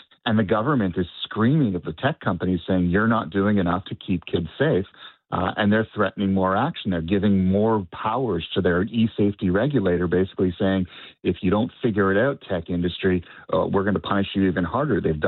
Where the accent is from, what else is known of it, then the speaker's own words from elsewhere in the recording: Canada; To be able to translate that into adulthood and kind of experience it as a Canadian, as a fan, it's wonderful.